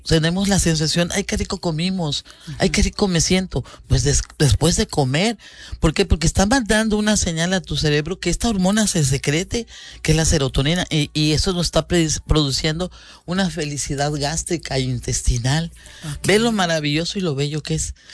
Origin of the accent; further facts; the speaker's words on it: Mapastepec, Chiapas, Mexico; Aquí tenemos una tranquilidad en Mapastepec, por eso a mí me gusta mucho mi pueblo. Aquí tenemos patios grandes, podemos sembrar plantas, podemos tener animales, podemos recibir a las personas de nuestra casa. O sea, todavía tenemos una ciudad, pero es un pueblo.